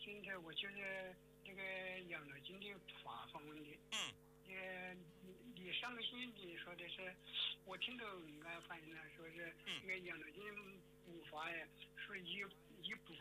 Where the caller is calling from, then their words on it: Tianmen, Hubei, China; 我们来自天门。